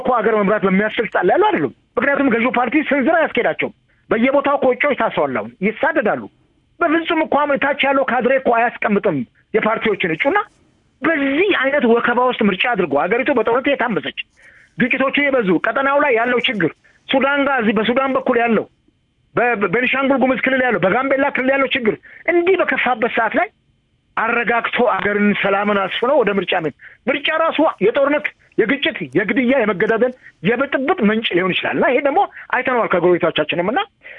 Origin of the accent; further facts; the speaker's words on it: Oromia, Ethiopia; አሁን ደግሞ ወደ ጉጂ እኔ ተወልጄ ያደግኩበት ቦረና አካባቢ እነኚህ ግጭቶች እያየሉ መጥተዋል።